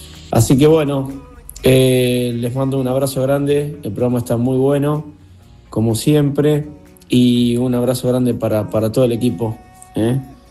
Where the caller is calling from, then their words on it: La Plata, Buenos Aires Province, Argentina; de La Plata.